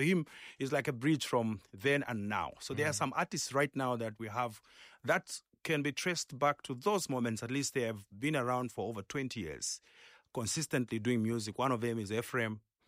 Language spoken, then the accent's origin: English; Chipata, Eastern Province, Zambia; I come from Rulo Chipata, where we use pit latrines when it's almost full.